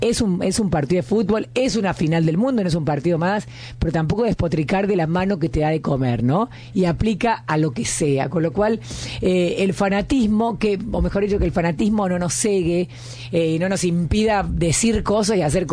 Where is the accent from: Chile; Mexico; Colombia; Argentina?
Argentina